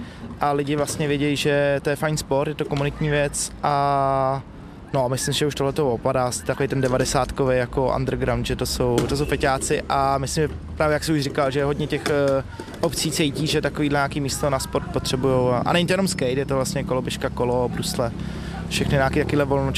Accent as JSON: {"language": "Czech", "region": "Prague", "country": "Czechia", "tie": "born or raised there", "said": "já jsem vlastně z Prahy 7"}